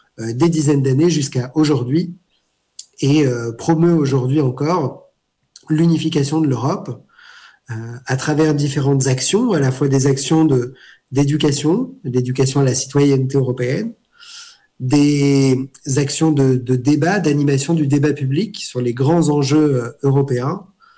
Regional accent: Grand Est, France; J'ai grandi en Alsace, qui a été une terre qui a connu aussi ces différents conflits et les crimes et l'histoire tragique du XXe siècle.

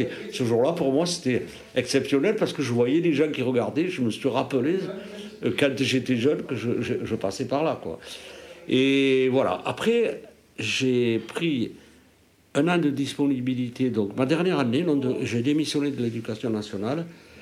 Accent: Auriac, Auvergne-Rhône-Alpes, France; moved away; Je suis natif d'Auriac, dans le Cantal

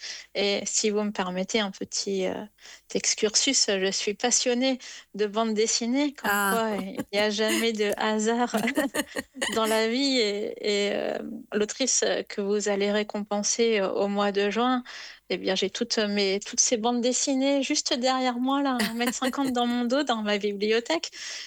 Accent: Normandy, France; Moi, je suis originaire de Normandie. J'ai fait mes études à l'université de Caen-Normandie

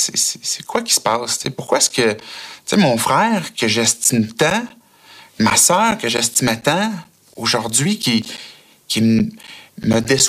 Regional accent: Sherbrooke, Quebec, Canada; born there; Je suis né à Sherbrooke

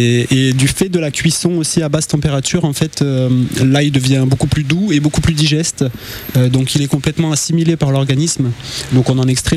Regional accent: Lectoure, Occitanie, France; Je viens de Lectoure, à côté.

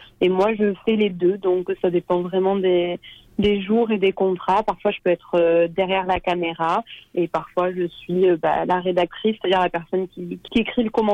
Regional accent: Orthez, Nouvelle-Aquitaine, France; now in Pau, France; Je suis originaire d'Orthez, donc j'ai grandi à Orthez, puis j'ai pas mal bougé pour les études et le travail. Et maintenant, je suis installée à Pau, donc tout près des montagnes.

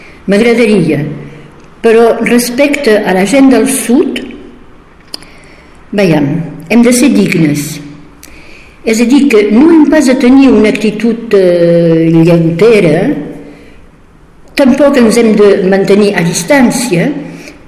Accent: Sorède, Occitania, France; jo som de Sureda

